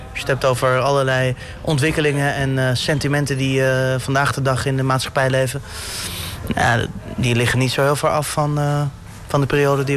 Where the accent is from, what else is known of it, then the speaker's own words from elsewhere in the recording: The Hague, South Holland, Netherlands; Het equivalent van Schilderswijk, waar ik vandaan kom.